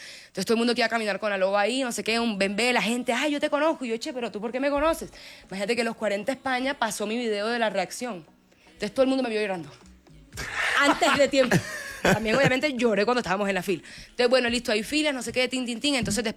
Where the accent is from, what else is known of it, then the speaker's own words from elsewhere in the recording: Barranquilla, Atlántico, Colombia; ¡Soy de Barranquilla!